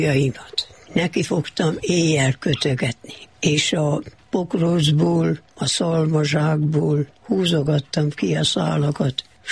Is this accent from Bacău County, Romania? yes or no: no; Okland, Harghita, Romania; moved away; Oklandon éltem le az életemet, amíg otthon voltam.